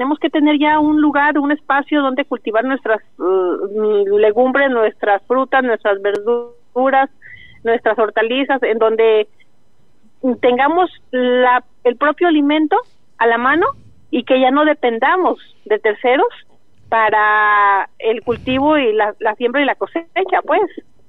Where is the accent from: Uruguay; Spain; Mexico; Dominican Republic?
Mexico; Jalisco; Sí, ese lugar es un lugar en la Sierra de Jalisco.